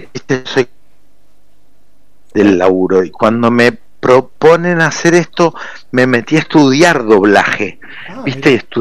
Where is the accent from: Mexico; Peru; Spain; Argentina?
Argentina; yo soy argentino